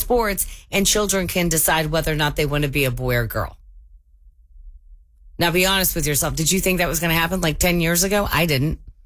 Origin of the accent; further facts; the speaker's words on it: Kansas, United States; I grew up here in Kansas, always been a red state.